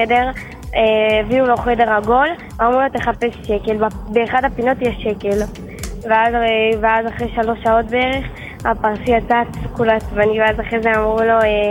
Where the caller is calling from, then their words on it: Jerusalem, Jerusalem District, Israel; אני מירושלים